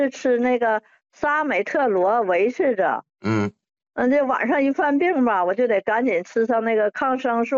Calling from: Dalian, Liaoning, China; 我是大连的，今年呢72岁了，

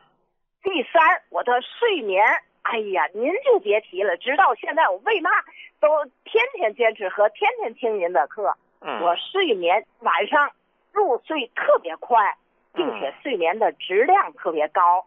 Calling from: Tianjin, China; 我是天津的听众。

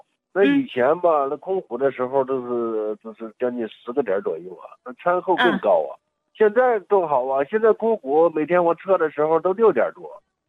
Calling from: Henan, China; 我是河南的。

